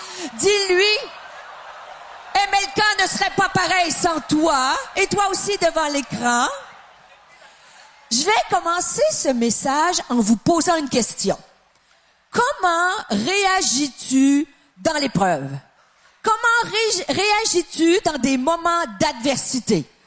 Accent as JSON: {"language": "French", "region": "Quebec", "country": "Canada", "said": "moi, je suis pas française, je suis québécoise."}